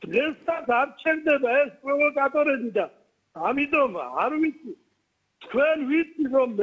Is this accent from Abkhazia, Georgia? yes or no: yes; Abkhazia, Georgia; moved away as an adult; მე აფხაზეთში გავიზარდე. იქ ვისწავლე, იქ ავიდი ფეხი და ეხლა უკვე პატარა არა ვარ. 70 წელს ვარ